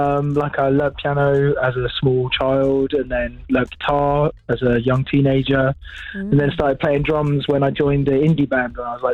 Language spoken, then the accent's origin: English; the New Forest, South East England, United Kingdom; I grew up in the New Forest, so there's not really a jazz scene there.